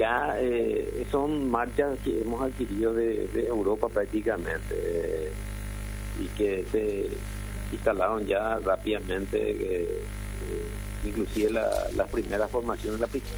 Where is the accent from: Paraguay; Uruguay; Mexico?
Paraguay; Y analizar por qué somos lo que somos y por qué continuamos hasta hoy día siendo paraguayos por sobre todas las cosas.